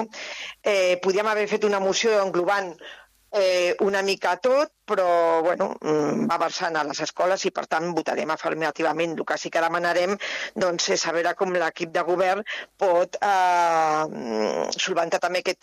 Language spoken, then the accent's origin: Catalan; Catalonia, Spain; Jo m'estimo moltíssim a Catalunya, jo sóc catalana